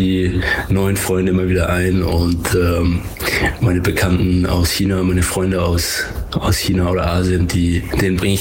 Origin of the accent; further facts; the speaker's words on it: Bavaria, Germany; moved away; Ich komme ja aus Franken